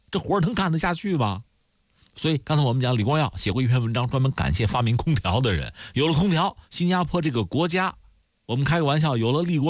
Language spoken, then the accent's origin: Chinese; China; 拿我们中国人来讲，以前这农耕民族嘛